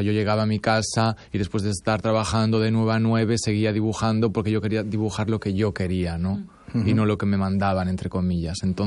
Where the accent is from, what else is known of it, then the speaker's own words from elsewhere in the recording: A Coruña, Galicia, Spain; moved away; pues soy del norte de España, ¿sabes? Y me dicen, ¿del País Vasco? Y yo, no, del norte de España, más al oeste, ¿sabes? Encima de Portugal, porque si les dices Galicia no saben dónde está.